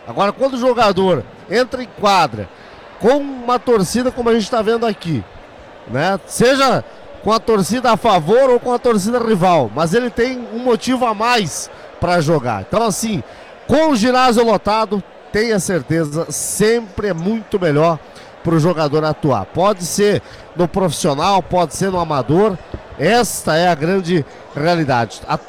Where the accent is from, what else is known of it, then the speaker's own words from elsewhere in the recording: Santo Antônio do Sudoeste, Paraná, Brazil; venho lá da cidade de Santo Antônio do Sudoeste